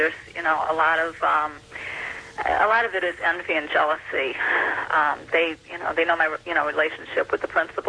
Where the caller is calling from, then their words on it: Livonia, Michigan, United States; I'm calling from Livonia, Michigan